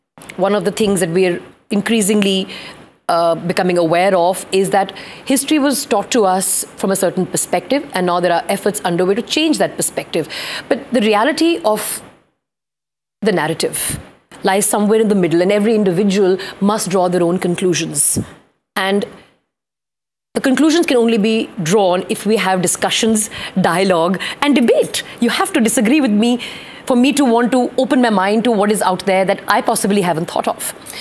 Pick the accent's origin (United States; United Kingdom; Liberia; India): India; Punjab; I mean, I'm vested in Punjab because I'm from Punjab.